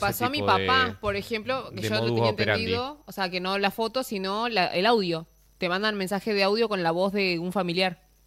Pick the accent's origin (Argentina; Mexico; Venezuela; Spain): Argentina; yo soy argentina